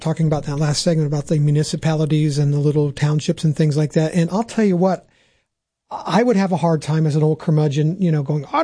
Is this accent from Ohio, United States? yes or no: yes; Ohio, United States; again, I'm from Morrow County, Cardington, Highland, Mount Gilead, Northmore, still have their own schools